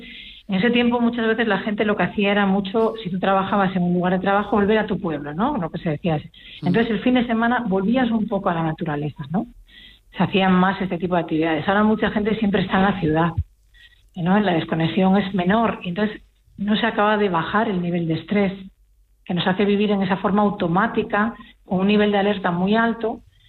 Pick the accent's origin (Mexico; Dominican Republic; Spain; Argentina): Spain; Galicia; Los gallegos acuden, como gallega que soy, muchos de ellos, los mayores, acuden mucho al programa de balnearios